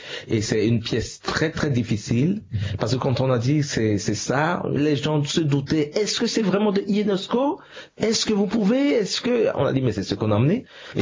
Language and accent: French; Central African Republic; Mais on vient de la République centrafricaine.